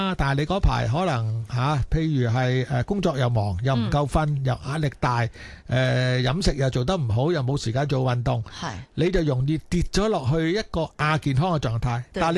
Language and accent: Cantonese; Guangdong, China; accent: Cantonese; 系啊，讲我哋广东话就比较土啲